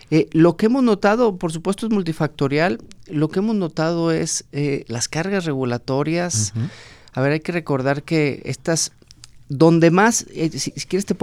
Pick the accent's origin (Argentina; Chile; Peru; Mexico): Mexico